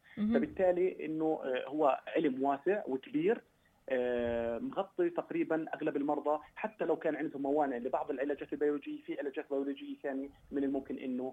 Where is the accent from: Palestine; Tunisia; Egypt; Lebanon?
Palestine; عندنا بفلسطين، هذه تكون متوفره.